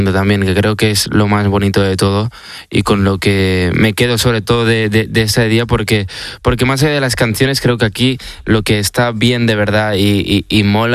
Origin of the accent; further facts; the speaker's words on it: Barcelona, Catalonia, Spain; yo soy un chico de Barcelona